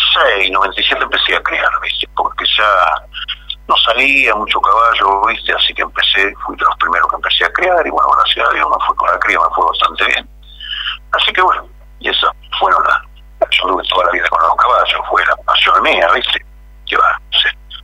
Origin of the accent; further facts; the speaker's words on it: Chascomús, Buenos Aires Province, Argentina; moved away as an adult; now in Los Toldos, Argentina; me crié en Chascomú siempre, y ahora de viejo vine. Ya más o menos en el año 2011 me vine a quedar acá por nosotros, acá de casa, ¿viste? Ya, así que bueno, ya estoy radicado por esta zona.